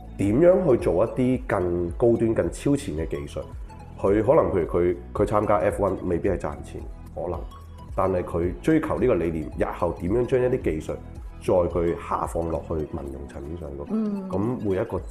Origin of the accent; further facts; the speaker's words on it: China; 我覺得我哋中國人做到嘅嘢，應該會俾呢個世界感到驚喜要。